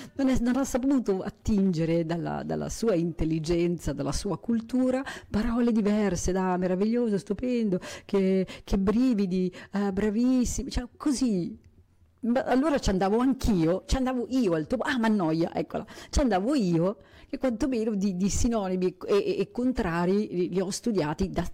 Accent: Lombardy, Italy; accent: Lombard; questo mio accento, questo mio modo di non saper parlare in maniera diversa, che mi forse un po' più dura, forse il lombardo è più dura come lingua

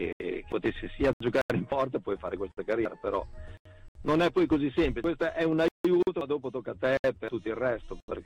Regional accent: Crespellano, Emilia-Romagna, Italy; del mio paese, di Crespellano, che era appunto la società, il paese dove vivevo

